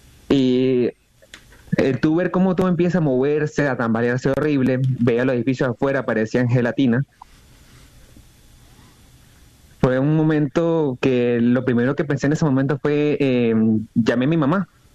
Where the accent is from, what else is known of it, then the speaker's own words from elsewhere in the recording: Socopó, Barinas, Venezuela; now in Caracas, Venezuela; yo soy de un pueblo que se llama Socopón. Yo no soy de Caracas, yo vine acá